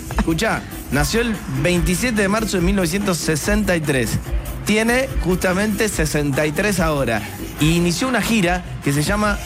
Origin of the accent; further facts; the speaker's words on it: Buenos Aires, Argentina; yo que soy de la República Separatista de Caballito.